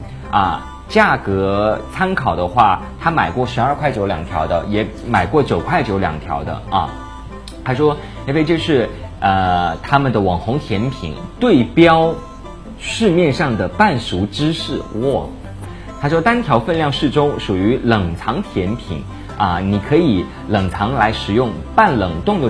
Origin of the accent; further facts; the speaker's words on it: Sichuan, China; 当然我们四川人都是啊